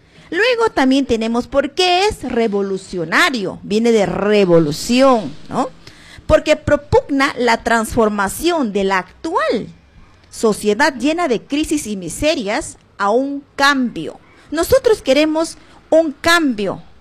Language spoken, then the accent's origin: Spanish; Pichanaki, Junín, Peru; en mi distrito de Pichanaki, soy de aquí, de Pichanaki.